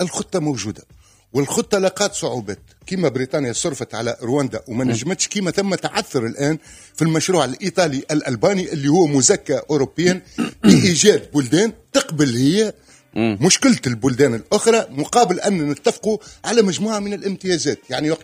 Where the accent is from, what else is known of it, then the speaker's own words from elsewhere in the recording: Tunisia; نحن كتونسيين